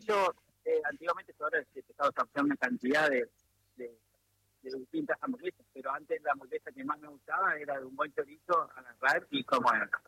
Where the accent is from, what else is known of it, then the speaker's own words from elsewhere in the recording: Viale, Entre Ríos, Argentina; born there; now in Paraná, Argentina; yo tenía acá a 50 kilómetros, donde nací en Viale